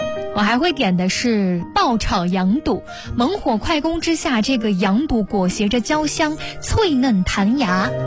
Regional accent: Xuzhou, Jiangsu, China; 这个数据已经能充分的说明我们徐州人骨子里对于吃羊肉的这种执念。

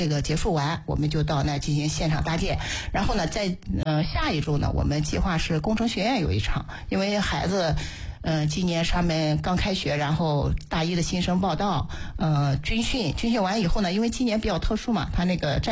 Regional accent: Xuzhou, Jiangsu, China; 我们徐州人还有一个老同昌茶庄，

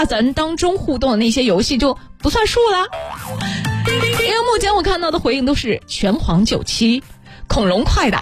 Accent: Xuzhou, Jiangsu, China; 这个周末咱们徐州

